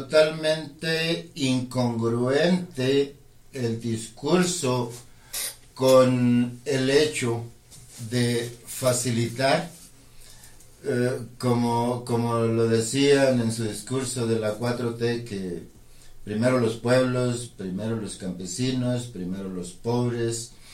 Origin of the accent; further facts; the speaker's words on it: Mayo region, Mexico; first language Mayo; Spanish is a second language; nuestra lengua madre, que es el idioma mayo.